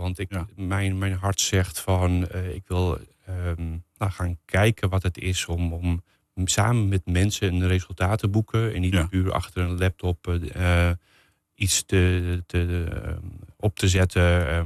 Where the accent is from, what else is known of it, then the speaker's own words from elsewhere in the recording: Amsterdam, North Holland, Netherlands; moved away as an adult; also born or lived in Hoorn; now in Beverwijk, Netherlands; Grootgebracht in Amsterdam-Noord. En dan zeggen ze wel eens, ben je niet echt een Amsterdammer? Maar ik voel me een echte Amsterdammer.